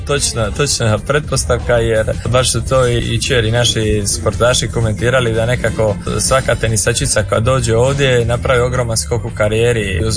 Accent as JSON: {"language": "Croatian", "region": "Dalmatia", "country": "Croatia", "said": "da se rekuperam, što se kaže kod nas u Dalmaciji"}